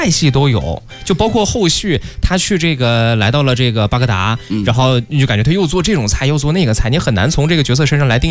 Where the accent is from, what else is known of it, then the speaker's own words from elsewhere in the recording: Jiamusi, Heilongjiang, China; 我的老家黑龙江佳木斯